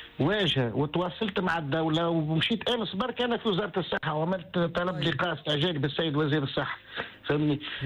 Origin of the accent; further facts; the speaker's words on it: Enfidha, Sousse Governorate, Tunisia; أنا أصيل نفيدة ولاية سوسة